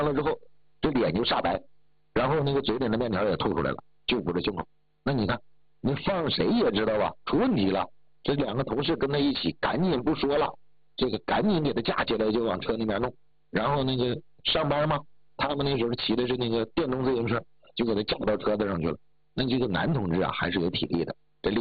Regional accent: Heilongjiang, China; 你看我东北的，我黑龙江的

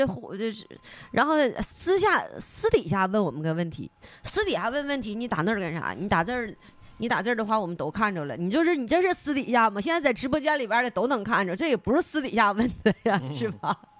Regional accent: Northeast China, China; 咱们东北这边

